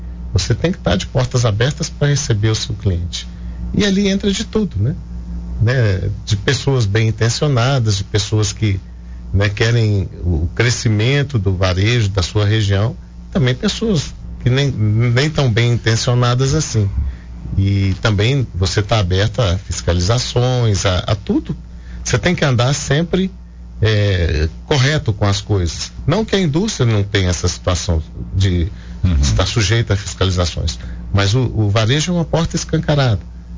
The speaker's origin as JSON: {"language": "Portuguese", "town": "Ipatinga", "region": "Minas Gerais", "country": "Brazil", "tie": "born or raised there", "also_born_or_lived": "Coronel Fabriciano", "said": "Da terrinha mesmo, criado em Patinga, né? Sou caçula, irmão caçula de 7 filhos."}